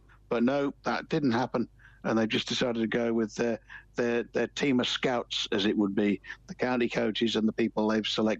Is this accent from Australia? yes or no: yes; Western Australia, Australia; now in United Kingdom; we are West Aussie biased